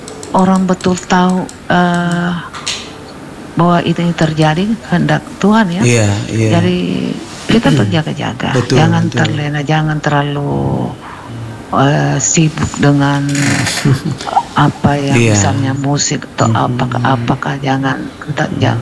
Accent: Maros, South Sulawesi, Indonesia; born there; also born or lived in Pangkep; Paling parah memang di kampungku di Maros juga.

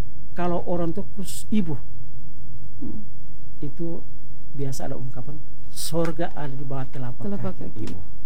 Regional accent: East Nusa Tenggara, Indonesia; first language Abui; Indonesian is a second language; kebetulan saya penutur asli bahasa Abui.

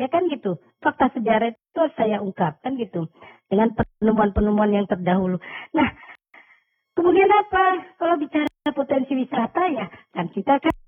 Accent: North Sumatra, Indonesia; Untuk menunjukkan bahwa kami adalah orang Angkola.

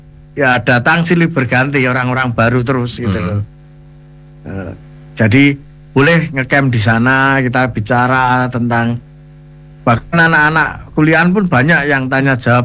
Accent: Java, Indonesia; sebagai orang Jawa

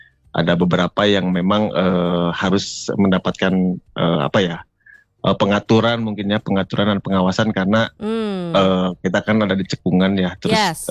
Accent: Bandung, West Java, Indonesia; Saya sebagai warga Bandung ya menyambut dengan senang hati.

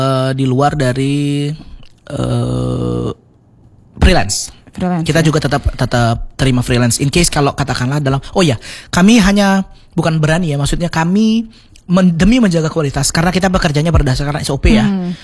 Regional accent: Palembang, South Sumatra, Indonesia; kita wong Palembang ini banyak cengkoneknya.

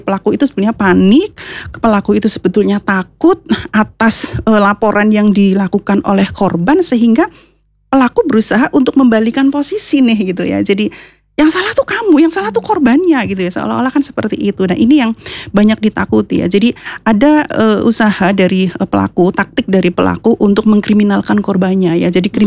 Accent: Purwojati, Central Java, Indonesia; now in Purwokerto, Indonesia; saya aslinya dari Purwojati.

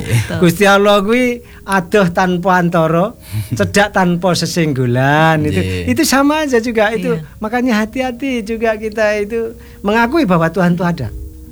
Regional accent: Java, Indonesia; Tetapi kita dengan cara kita masing-masing sebagai orang Jawa

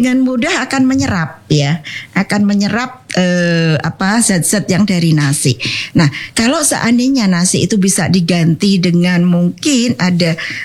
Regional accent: Semarang, Central Java, Indonesia; kita orang Semarang biasa suka kerupuk ya.

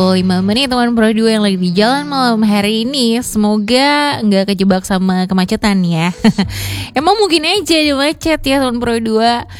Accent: Palembang, South Sumatra, Indonesia; walaupun kita tuh kayak lahir besar di Palembang

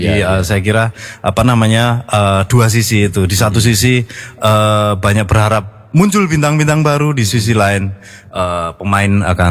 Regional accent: Surakarta, Central Java, Indonesia; now in Surabaya, Indonesia; Kebetulan saya dari Solo, jadi kami dari Pasopati Solo yang ada

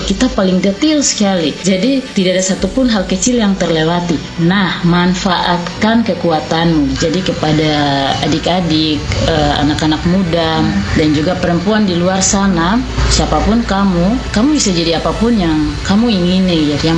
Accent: Biak, Papua, Indonesia; also born or lived in Jayapura; Terus saya lahir di Biak, saya besar dan sekolah dari TK sampai SMP di Biak. Setelah itu ada dari Jayapura, sekolah SMA Negeri 3 Jayapura.

